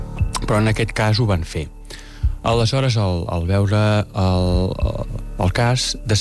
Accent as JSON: {"language": "Catalan", "town": "Sant Salvador de Guardiola", "region": "Catalonia", "country": "Spain", "said": "Jo soc de Sant Salvador de Guardiola"}